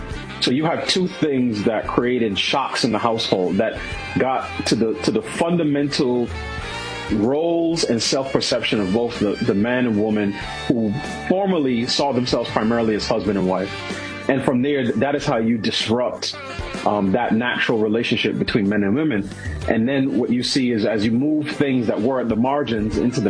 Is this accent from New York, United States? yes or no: yes; New York City, New York, United States; also born or lived in Pittsburgh, United States; now in Washington, United States; I grew up in New York City. You know, I went to school and college in Pittsburgh. I've been in the D.C. area now almost 20 years.